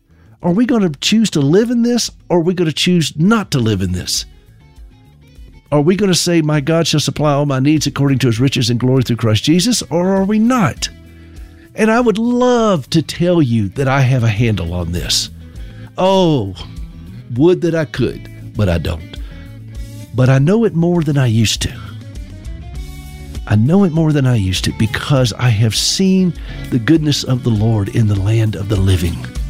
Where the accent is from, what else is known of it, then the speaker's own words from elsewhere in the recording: South Carolina, United States; but I was born in South Carolina, and y'all need to understand this. That's where I was raised.